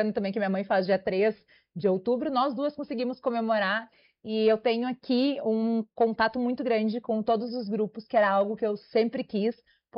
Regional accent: Santa Cruz do Sul, Rio Grande do Sul, Brazil; moved away as an adult; now in São Paulo, Brazil; Eu sou natural de Santa Cruz do Sul, uma cidade com 130 mil habitantes.

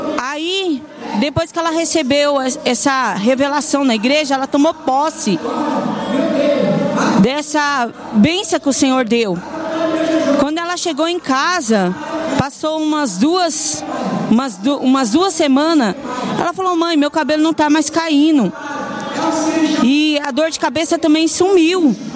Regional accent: São Paulo, Brazil; Eu venho daqui de São Paulo mesmo.

